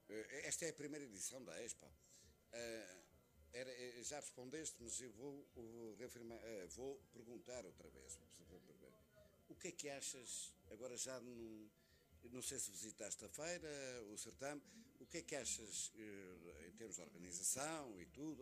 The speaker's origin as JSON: {"language": "Portuguese", "region": "Beira", "country": "Portugal", "said": "Somos da Beira. Somos beirões como a Rádio Copa da Beira para o mundo."}